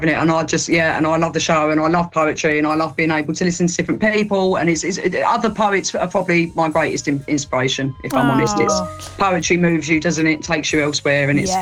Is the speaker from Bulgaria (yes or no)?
no; United Kingdom; as a Brit.